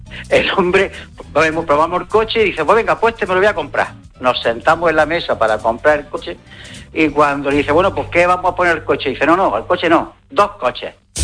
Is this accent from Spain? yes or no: yes; Almería, Andalusia, Spain; now in Málaga, Spain; Yo soy de Almería, aunque ahora vivo en Málaga.